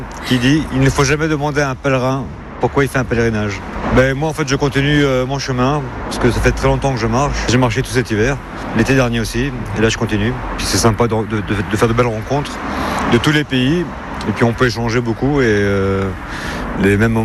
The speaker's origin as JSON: {"language": "French", "country": "France", "said": "je suis français, j'ai 55 ans. Et je suis parti d'Angleterre et comme Chiara, nous allons à Rome à pied."}